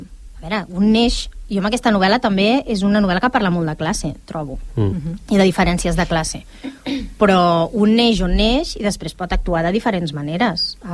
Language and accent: Catalan; El Prat de Llobregat, Catalonia, Spain; jo sóc del Prat, el Prat és ciutat, ostres, però el Prat té una història